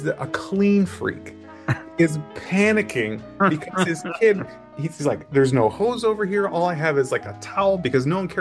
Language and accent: English; Buffalo, New York, United States; So my dad, we grew up in Buffalo.